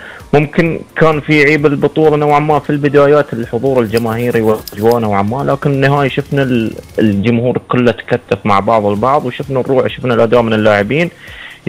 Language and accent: Arabic; Saudi Arabia; يمكن التوقف حنا كسعوديين استمتعنا فيه في كأس الخليج